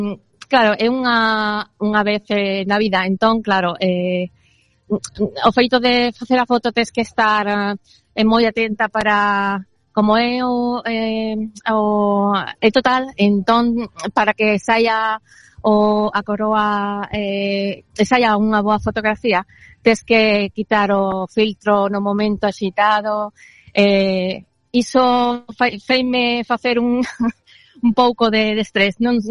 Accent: Seville, Andalusia, Spain; Galician is a second language; now in Galicia, Spain; Sí. Son de Sevilla, pero vivo xa aquí hai 10 anos ou máis.

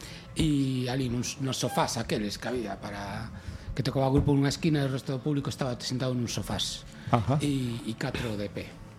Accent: Santiago de Compostela, Galicia, Spain; now in Ferrol, Spain; Eu son compostelano de toda a vida, o que pasa cando tiven que vir a Ferrol por razóns prácticas, digamos.

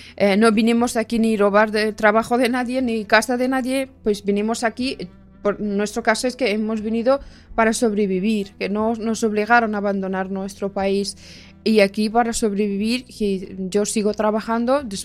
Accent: Afghanistan; now in Spain

